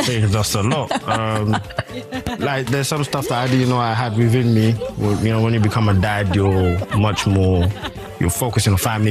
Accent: London, United Kingdom; I was like, yeah, of course I'm from London. Where do you think I'm from?

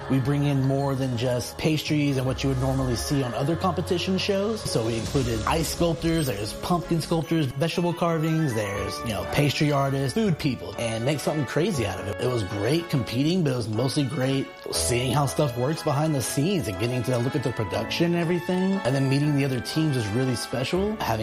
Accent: Beaumont, Texas, United States; Originally, I am from Beaumont, Texas. Not a lot of stuff around there happens with cakes

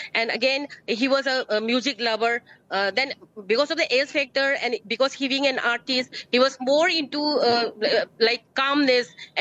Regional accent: India; But, sir, you are an Indian. I'm also an Indian, as much as you are an Indian, sir.

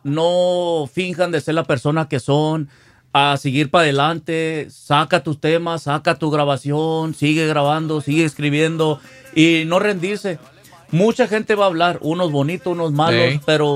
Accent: Mexico

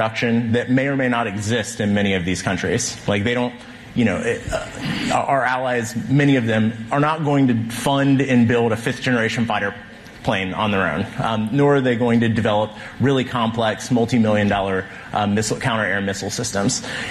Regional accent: Ohio, United States; I know Ohio well. It didn't help. I want to be clear. I'm from Ohio originally.

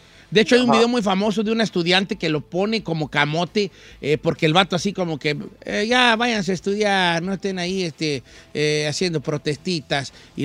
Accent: Mexico; Pero somos mexicanos, nosotros, ¿vale?

